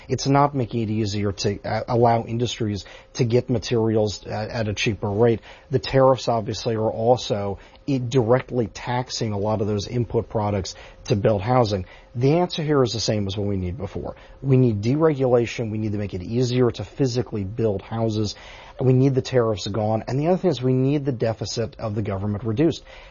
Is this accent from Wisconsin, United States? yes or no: no; Orlando, Florida, United States; Yeah, first of all, I'm from Orlando, so I always appreciate a caller from there as well.